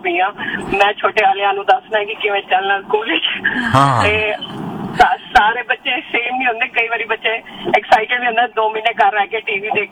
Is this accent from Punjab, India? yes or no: no; Delhi, India; moved away; ਮੈਂ ਦਿੱਲੀ ਤੋਂ ਬਿਲੋਂਗ ਕਰਨੀ ਆ ਮੈਂ ਪੜ੍ਹੀ ਜੰਪਲ ਮੇਰੀ ਉੱਥੇ ਦੀ ਹੈ ਤੇ ਮੈਂ ਇੱਥੇ ਪੜ੍ਹੀ ਹਾਂ